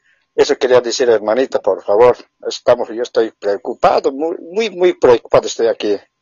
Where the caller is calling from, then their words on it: Santivañez, Cochabamba, Bolivia; soy de Santibáñez, de aquí